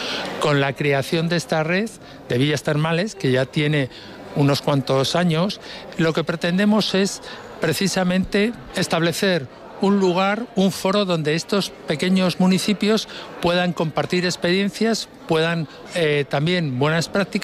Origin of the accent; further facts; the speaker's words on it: Madrid, Community of Madrid, Spain; soy de Madrid, vivo en Madrid.